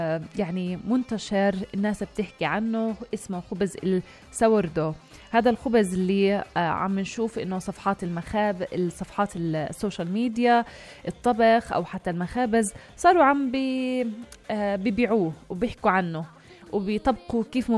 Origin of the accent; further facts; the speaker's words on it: Hebron, Hebron Governorate, Palestine; بلدية الخليل اللي هي مدينتي